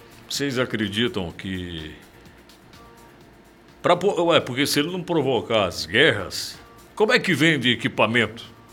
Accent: Brazil; somos brasileiros

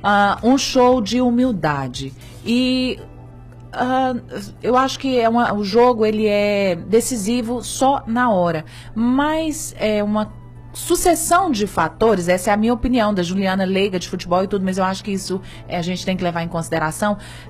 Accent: Brazil; Eu sou brasileira, eu sou patriota

